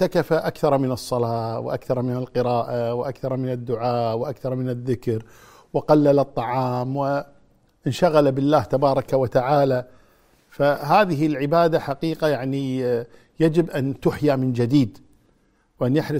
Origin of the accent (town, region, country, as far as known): Kuwait